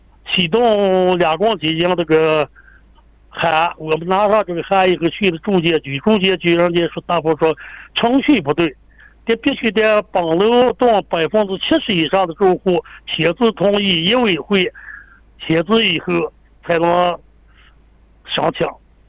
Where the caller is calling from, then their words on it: Ordos, Inner Mongolia, China; 我是鄂尔多斯东胜的。